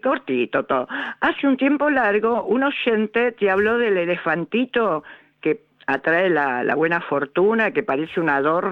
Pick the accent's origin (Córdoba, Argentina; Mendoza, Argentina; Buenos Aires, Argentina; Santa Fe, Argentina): Buenos Aires, Argentina; Yo soy bien porteña, nací en Flores.